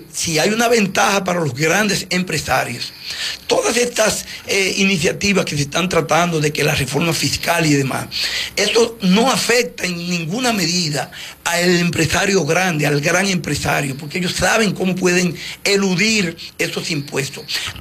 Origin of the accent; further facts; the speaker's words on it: Dominican Republic; porque lo que nosotros producimos y vendemos como dominicanos se queda en nuestro país.